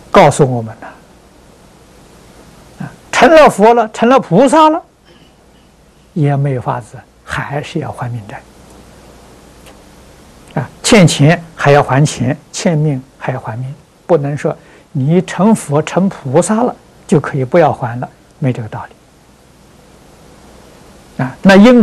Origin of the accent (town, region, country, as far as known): China